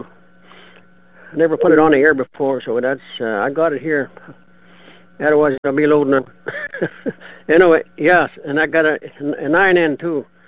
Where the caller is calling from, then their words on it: Manitoba, Canada; I'm calling from a cloudy Interlake.